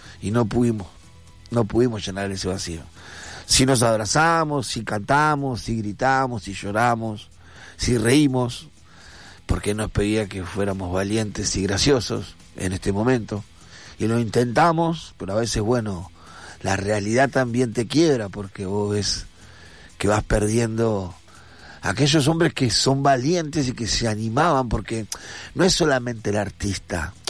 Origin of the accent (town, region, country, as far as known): Argentina